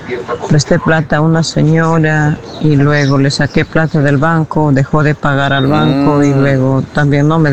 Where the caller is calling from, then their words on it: Perené, Chanchamayo, Junín, Peru; de aquí, de la Selva Central, de Pereneche, en Chamayo.